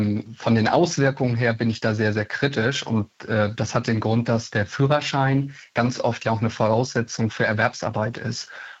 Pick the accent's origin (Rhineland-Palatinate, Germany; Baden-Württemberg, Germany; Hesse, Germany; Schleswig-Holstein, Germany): Schleswig-Holstein, Germany; schafft es Nordfriesland, da wo ich herkomme, zumindest schon mal 28% Rückgriffquote zu erreichen.